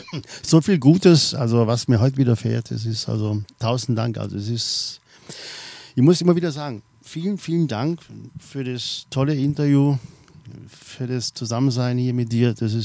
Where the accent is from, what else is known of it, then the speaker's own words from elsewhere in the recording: Swabia, Germany; born there; bin gebürtiger Schwabe.